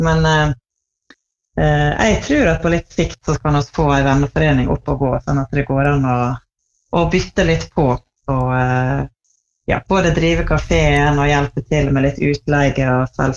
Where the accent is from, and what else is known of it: Tresfjorden, Møre og Romsdal, Norway; born or raised there